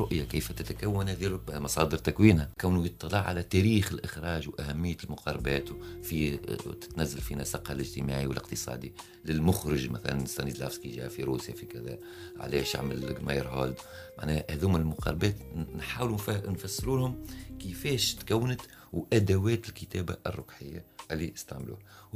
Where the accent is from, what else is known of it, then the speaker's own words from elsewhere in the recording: Tunisia; رواحنا غدو احنا كتونسي شنو كيفاش نتصور رواحنا